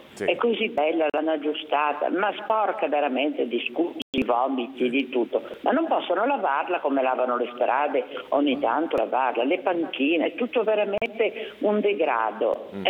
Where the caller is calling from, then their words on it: Genoa, Liguria, Italy; io sono di Genova, residente a Genova.